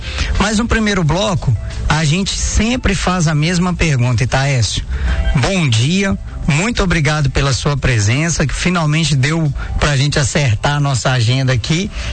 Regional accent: Timóteo, Minas Gerais, Brazil; Eu que sou nascido e criado em Timóteo

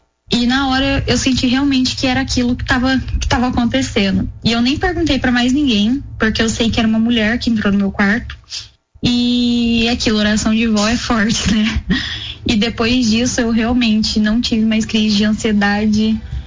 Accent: Cachoeira Paulista, São Paulo, Brazil; eu sou de Cachoeira Paulista

